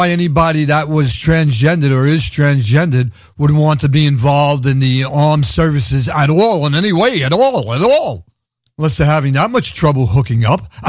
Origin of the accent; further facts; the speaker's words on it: New York City, New York, United States; accent: Brooklyn; my English language skills are unique and different, and my Brooklyn accent is a given